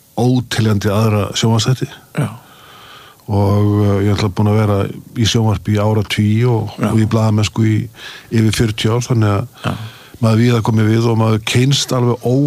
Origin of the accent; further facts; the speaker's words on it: Akureyri, Northeastern Region, Iceland; Já, já, það var alltaf dásan með þetta alast upp á Akureyri.